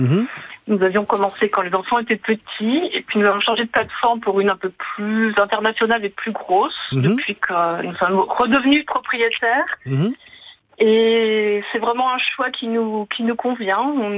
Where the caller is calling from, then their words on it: Baden-Württemberg, Germany; Alors j'appelle d'Allemagne, près de Karlsruhe.